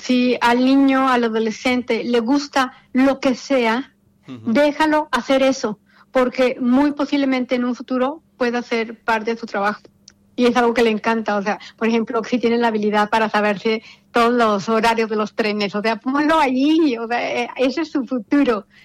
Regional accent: Mexico; moved away as an adult; now in Spain; Es más silencioso que mi país.

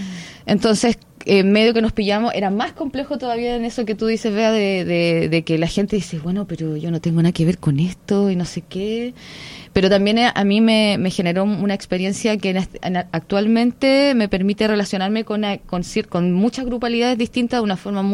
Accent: Chile; yo vengo de Chile

